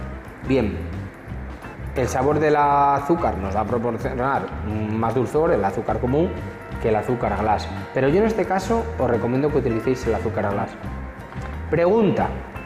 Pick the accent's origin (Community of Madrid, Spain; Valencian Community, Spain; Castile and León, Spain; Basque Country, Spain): Castile and León, Spain; León; Tiro por mi tierra, León es lo mejor del mundo